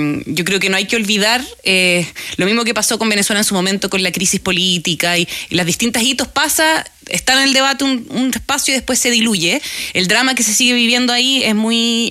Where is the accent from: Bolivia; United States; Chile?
Chile; nosotros también como chilenos y chilenas hemos experimentado, que son los terremotos